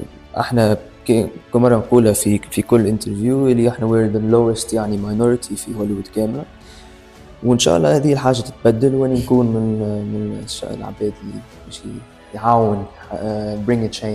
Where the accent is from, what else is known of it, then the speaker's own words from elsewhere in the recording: London, United Kingdom; also born or lived in Tunisia; وي يا تولدت في لندن وكبرت غادي وقريت غادي. اما جيت لهنا قريت لهنا عامين وقت عمري 7 سنين بعد عمري 9 سنين رجعت لندن. يعني مولود في انجلترا وكبرت مع اصحابي برشا انجليز